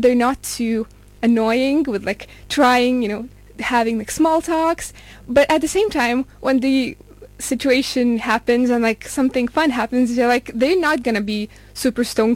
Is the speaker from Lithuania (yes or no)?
yes; Lithuania; now in Gothenburg, Sweden; As I'm from Lithuania, I'm used to this weather. I'm used to the darkness, so it doesn't really bother me.